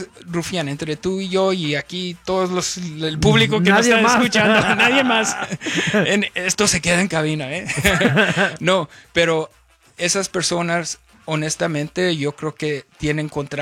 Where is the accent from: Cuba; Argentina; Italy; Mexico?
Mexico; northern Mexico; also born or lived in Tijuana / Los Angeles; now in United States; Chihuahua, Chihuahua. Ah, pero somos norteños.